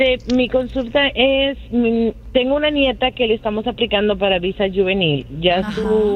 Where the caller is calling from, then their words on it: Connecticut, United States; En Connecticut.